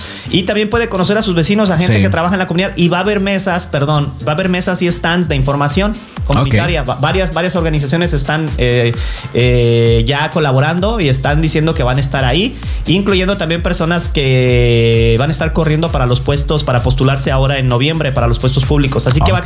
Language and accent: Spanish; Mexico; now in United States; la gente que somos mexicanos.